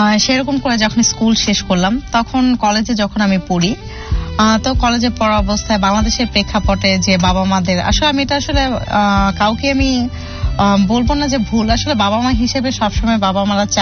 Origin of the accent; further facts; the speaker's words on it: Bangladesh; moved away as an adult; also born or lived in Russia; আমার জন্মগ্রহণ করছি আমি হচ্ছে বাংলাদেশে, আর আমার বেড়ে ওঠাটা ছিল রাশিয়াতে